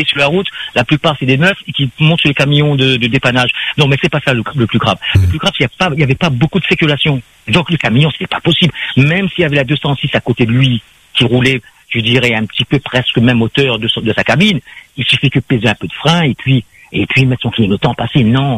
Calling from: Saint-Leu, Réunion; moi j'habite à Saint-Leu

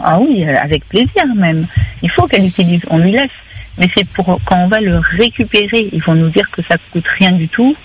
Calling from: Réunion; moi-même je suis à La Réunion

